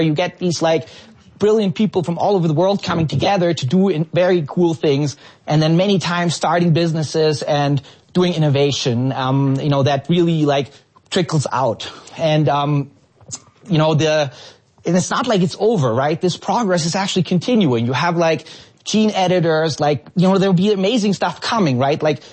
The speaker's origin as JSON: {"language": "English", "country": "Germany", "said": "And, I'm from Germany."}